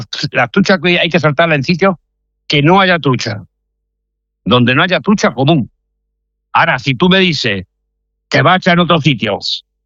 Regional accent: Córdoba, Andalusia, Spain; born or raised there; moved away as an adult; now in Logroño, Spain

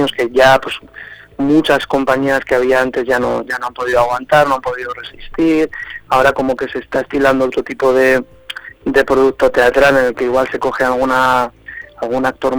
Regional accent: Logroño, La Rioja, Spain; Pues mira, yo soy de Logroño.

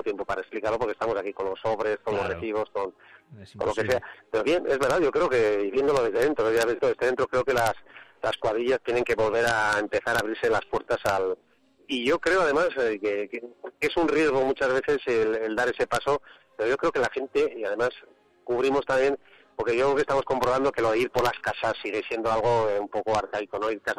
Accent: Tardelcuende, Castile and León, Spain; Pero yo que soy de mujer, todos somos de Tardelcuende

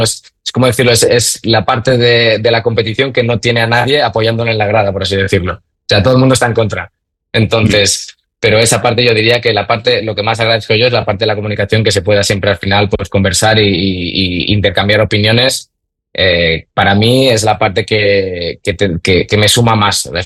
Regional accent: Balearic Islands, Spain; Seguramente ahora mismo te diría Menorca por mi tierra, porque me tira a tierra

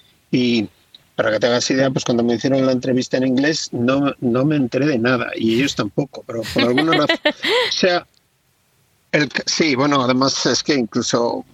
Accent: Valladolid, Castile and León, Spain; moved away as an adult; also born or lived in Balearic Islands; now in Guardo, Spain; yo creo que soy el típico de Valladolid.

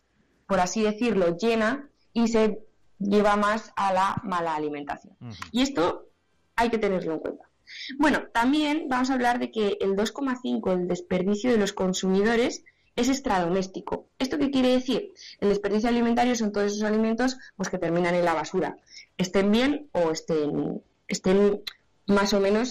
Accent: Fuente-Almejil, Castile and León, Spain; pues pasa en muchos pueblos de Soria, por ejemplo. Sin ir más lejos, mi pueblo es Fuente-Almejil. Nos tenemos que desplazar prácticamente 20 kilómetros hasta la tienda más cercana de alimentación.

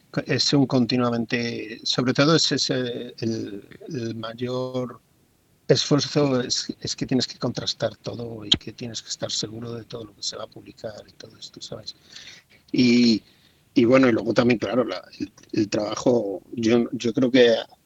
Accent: Valladolid, Castile and León, Spain; moved away as an adult; now in Hong Kong; yo soy de Valladolid, me he criado en Valladolid, he vivido prácticamente toda la vida en Valladolid, he estudiado en la Escuela de Arte de Valladolid, estudié precisamente ilustración

